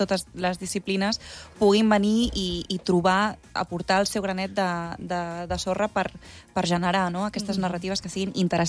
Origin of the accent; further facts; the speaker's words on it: Barcelona, Catalonia, Spain; now in Mallorca, Spain; Jo no he estat encara, és que jo soc de Barcelona, però, clar, ara estic vivint aquí